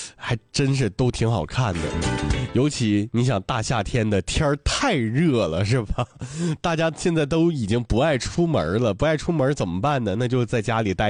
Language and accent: Chinese; Dalian, Liaoning, China; 本地的呀，从小生活在咱们大连，但是可能你要是问我具体的话，我从小更多的时间，包括我上学是在开发区，